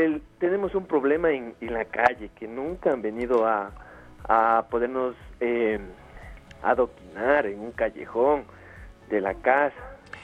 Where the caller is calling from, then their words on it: Quito, Pichincha, Ecuador; Estoy llamando de acá del sur de Quito.